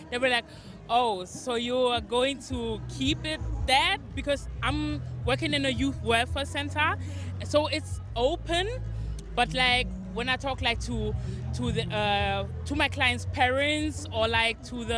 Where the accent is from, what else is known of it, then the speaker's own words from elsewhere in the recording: Germany; I grew up in Germany.